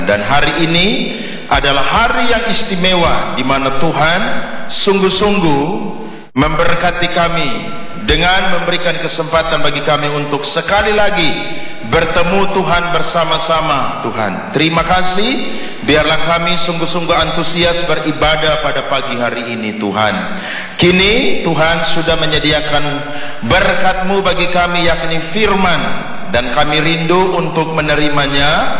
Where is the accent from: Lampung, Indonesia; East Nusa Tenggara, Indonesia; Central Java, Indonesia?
East Nusa Tenggara, Indonesia; Kupang; also born or lived in Rote; Saya orang Rote asli. Saya punya bapa dari Nemrala, saya punya mama dari Dengka Oelaba. Jadi saya asli orang Rote, tapi lahir besar di Kupang.